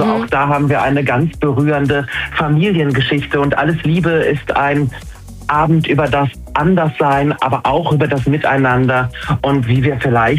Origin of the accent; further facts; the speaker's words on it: Saxony-Anhalt, Germany; moved away; Ich bin selber auf dem Land groß geworden, in einem kleinen Ort in Sachsen-Anhalt